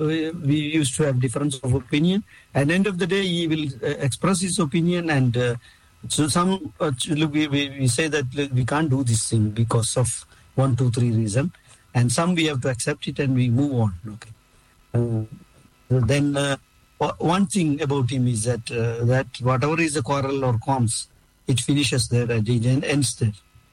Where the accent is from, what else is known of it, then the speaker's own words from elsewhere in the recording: India; moved away; my hometown in India